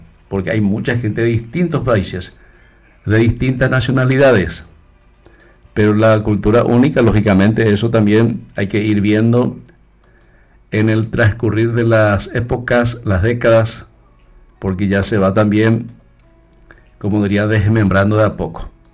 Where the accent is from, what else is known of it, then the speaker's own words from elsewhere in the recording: Paraguay; born there; also born or lived in Eastern Region (Paraguay); now in Chaco, Paraguay; Lo que nacimos en Paraguay, que somos hijos e hijas de paraguayo y paraguaya que han nacido en la región oriental, por ejemplo, que hemos emigrado acá en esta zona, ¿verdad? Y que hoy ya somos chaqueños también de paso.